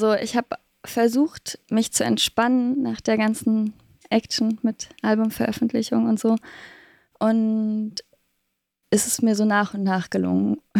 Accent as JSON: {"language": "German", "town": "Leipzig", "region": "Saxony", "country": "Germany", "tie": "born there", "said": "Und ich wurde auch in Leipzig geboren, tatsächlich."}